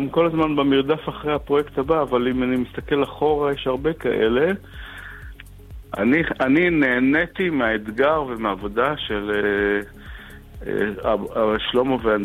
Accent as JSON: {"language": "Hebrew", "town": "Ashdod", "region": "Southern District", "country": "Israel", "tie": "born or raised there", "moved": "as an adult", "lives_now": "Tel Aviv, Israel", "said": "גדלתי באשדוד, המפגש שלי עם האנדלוסית הוא לא כזה, הוא לא מקרי. אני גדלתי באשדוד עד גיל 20 ואז עברתי לתל אביב לעשות את דרכי בעולם המוזיקה"}